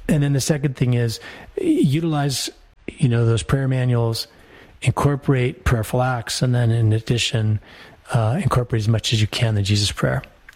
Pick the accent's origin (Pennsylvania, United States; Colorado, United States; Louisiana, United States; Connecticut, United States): Colorado, United States; born there; moved away as an adult; I came from Colorado